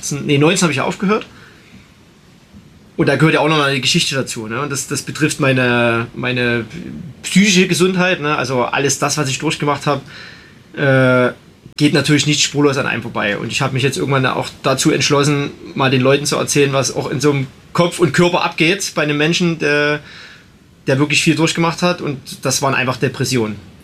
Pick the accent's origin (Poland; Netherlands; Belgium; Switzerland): Belgium; ich bin als Belgier auf Nummer 1 ins Ziel gekommen